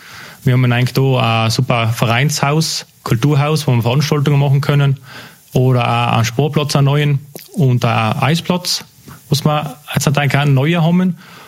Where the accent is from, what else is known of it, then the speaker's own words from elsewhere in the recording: Hopfgarten in Defereggen, Tyrol, Austria; Und das war eigentlich so ganz in grob meine Kindheit da in Hopfgarten.